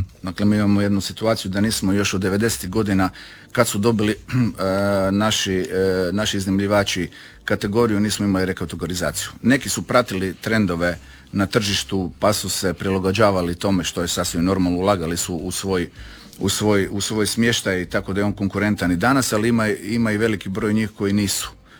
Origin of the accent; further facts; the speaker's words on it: Croatia; ovdje kod nas u Hrvatskoj